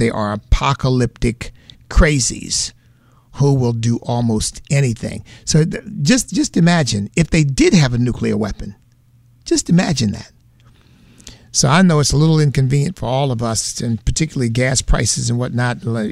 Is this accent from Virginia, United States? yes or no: yes; Virginia, United States; born there; my home state of Virginia